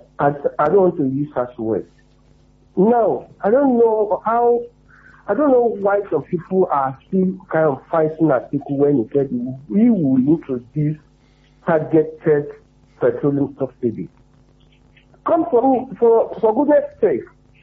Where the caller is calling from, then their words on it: Ibadan, Oyo, Nigeria; I'm calling from Awotan.